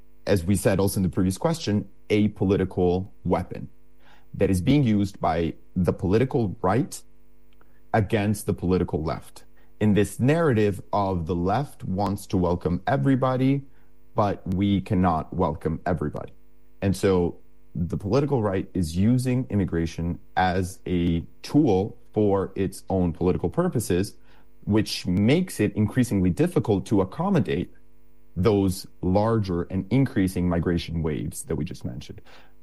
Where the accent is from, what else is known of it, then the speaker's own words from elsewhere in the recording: Italy; I am from Italy, a country that in the past century has seen massive emigration from Italy to Germany and to the United States.